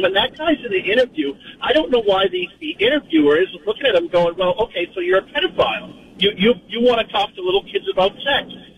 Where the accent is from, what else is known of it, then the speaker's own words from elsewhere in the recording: Massachusetts, United States; Growing up in Massachusetts and in an inner city project, I lived on D Street. Eventually, ended up in the Weymouth projects.